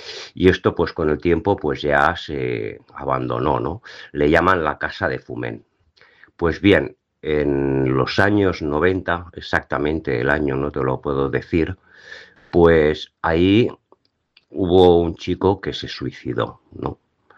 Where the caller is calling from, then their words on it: Caldes de Montbui, Catalonia, Spain; yo soy de Caldas de Montbui